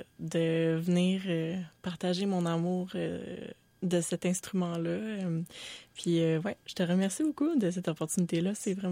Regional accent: Saint-Jérôme, Quebec, Canada; Surtout pas dans mon patelin de région de Saint-Jérôme. Il n'y avait pas grand choral.

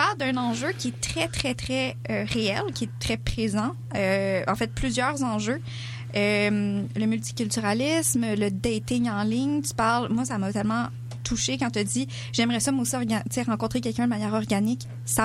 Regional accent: Quebec, Canada; C'est pas parce que j'ai un teint de peau différent, c'est pas parce que, tu sais, je suis québécoise.

